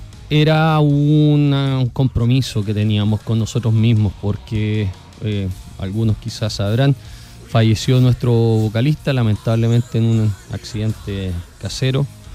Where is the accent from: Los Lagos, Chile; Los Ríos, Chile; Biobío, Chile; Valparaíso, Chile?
Valparaíso, Chile; Limache; Como banda tenemos fuerte vinculación con Santiago, pero somos de Limache, la verdad. Somos una banda que nos autodenominamos una banda limachina.